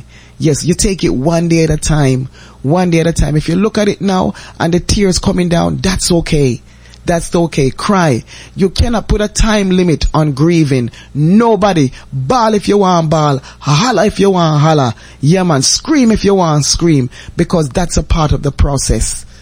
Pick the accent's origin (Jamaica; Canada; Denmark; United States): Jamaica; I remember growing up in Jamaica, all you have to do, you have to just sit down and just listen radio.